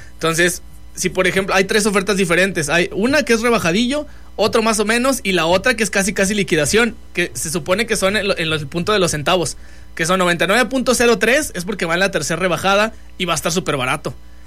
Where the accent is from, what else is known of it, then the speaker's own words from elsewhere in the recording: Mexico; Así somos los mexicanos, así somos.